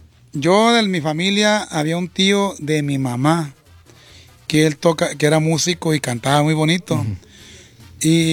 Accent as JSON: {"language": "Spanish", "town": "San Ignacio", "region": "Sinaloa", "country": "Mexico", "tie": "born there", "moved": "yes", "said": "Soy del rancho de La Caña, municipio de San Ignacio, Sinaloa."}